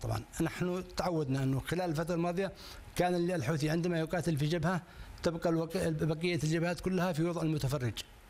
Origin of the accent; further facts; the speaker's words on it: Yemen; نحن كيمنيين